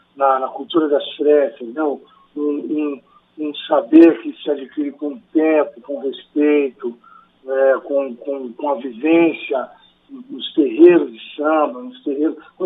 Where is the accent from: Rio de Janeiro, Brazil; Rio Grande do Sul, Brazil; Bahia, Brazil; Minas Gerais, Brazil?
Rio de Janeiro, Brazil; Barra Mansa; Sou de Barra Mansa e Barra do Piraí, né?